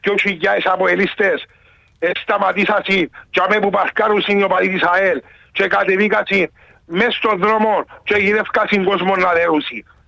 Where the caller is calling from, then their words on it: Larnaca, Larnaca District, Cyprus; είμαι που τη Λάθλακα.